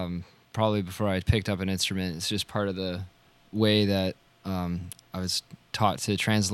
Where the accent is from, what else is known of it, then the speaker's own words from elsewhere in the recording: Maryland, United States; moved away as an adult; now in Rochester, United States; I'm originally from Maryland.